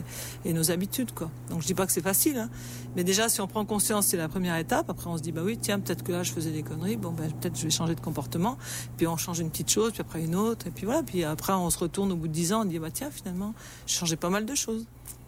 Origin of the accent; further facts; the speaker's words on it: the Alps, France; par exemple dans mon pays, moi je viens des Alpes, on brûlait pour débarrasser l'herbe, on brûlait.